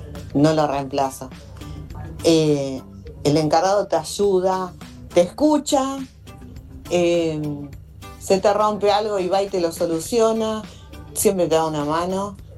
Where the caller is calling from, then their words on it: Luján, Buenos Aires Province, Argentina; Soy … de Luján.